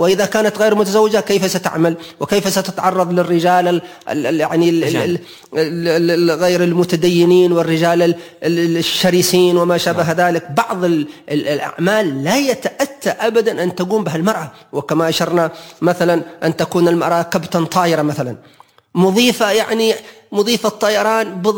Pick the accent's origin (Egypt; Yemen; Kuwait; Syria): Yemen; Hadhramaut; عندنا في حضرموت